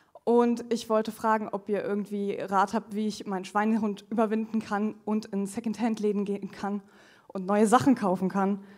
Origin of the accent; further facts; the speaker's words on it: Berlin, Germany; moved away as an adult; now in Frankfurt am Main, Germany; Ja, mein Problem ist auch, also ich komme aus Berlin, bin hier aufgewachsen, mittlerweile wohne ich aber in Frankfurt am Main